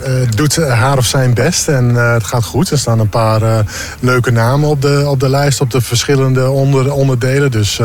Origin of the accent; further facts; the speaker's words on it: Leek, Groningen, Netherlands; Ik blijf een Groninger.